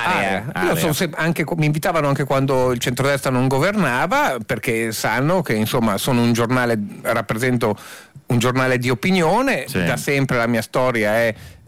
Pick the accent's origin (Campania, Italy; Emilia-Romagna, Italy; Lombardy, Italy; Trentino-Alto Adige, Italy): Lombardy, Italy; Milan; io da milanese temo per Milano una deriva alla Bologna, alla Torino.